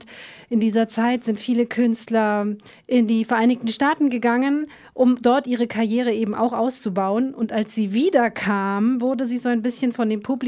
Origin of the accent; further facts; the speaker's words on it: Ulm, Baden-Württemberg, Germany; also born or lived in São Paulo, Brazil / Maastricht, Netherlands / Nuremberg, Germany; Und dann bin ich in Ulm aufgewachsen.